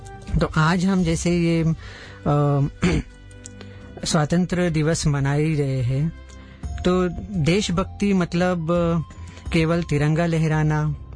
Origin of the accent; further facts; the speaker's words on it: Mumbai, Maharashtra, India; तो मेरा बचपन सब मुंबई में हुआ, मेरे परिवार